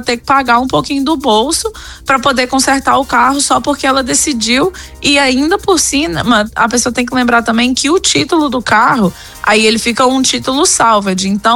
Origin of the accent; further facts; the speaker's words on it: Espírito Santo, Brazil; also born or lived in Minas Gerais / Mato Grosso; Eu sou mineira do Espírito Santo. Mas eu morei lá em Minas por muitos anos e depois eu morei um tempo no Mato Grosso também.